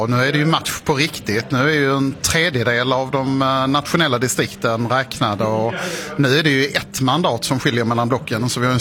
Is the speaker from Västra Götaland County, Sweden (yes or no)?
no; Helsingborg, Skåne, Sweden; Ja, men det är klart att jag är helsingborgare och det är helsingborgarnas vardag som är mitt huvudfokus.